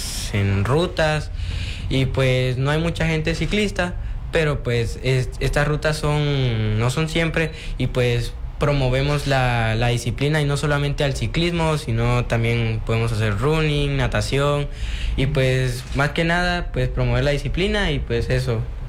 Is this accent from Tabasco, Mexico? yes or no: yes; Macuspana, Tabasco, Mexico; Yo soy de Macuspana